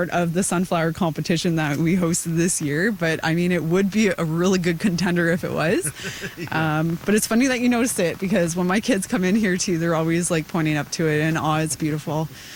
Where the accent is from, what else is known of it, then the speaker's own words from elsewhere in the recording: Hay River, Northwest Territories, Canada; Born and raised in Hay River. I ended up marrying a local, so that's kind of how I got involved being here.